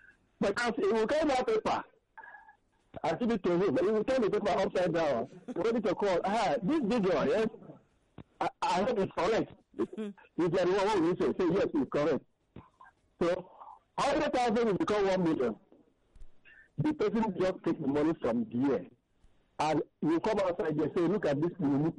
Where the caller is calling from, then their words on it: Ejigbo, Lagos, Nigeria; I'm calling you from Ejigbo Kingdom here, Lagos.